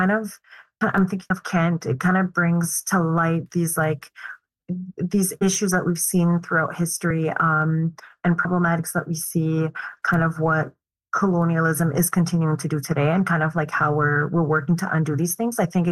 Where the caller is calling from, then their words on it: Montreal, Quebec, Canada; I'm speaking from Montreal, those that are in Montreal.